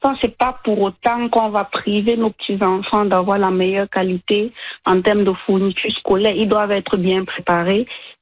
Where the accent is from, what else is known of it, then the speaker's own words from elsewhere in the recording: Cameroon; moved away as an adult; now in Regina, Canada; Je viens du Cameroun